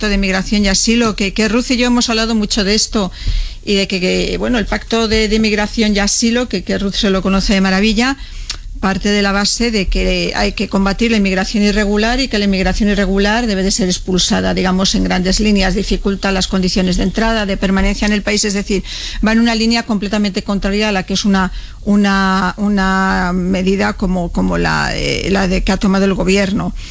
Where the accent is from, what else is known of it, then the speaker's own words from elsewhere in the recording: Spain; Yo, como española, por lo que quiero es que ante una crisis de esta todo el mundo cierre filas en torno a mi país